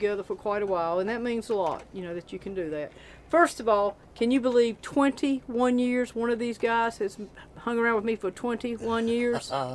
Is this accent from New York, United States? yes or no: no; North Carolina, United States; And I come from Eastern North Carolina, and we have pronounced a lot of our words the same and all, and we have to get interpreters when we come to Ohio sometimes.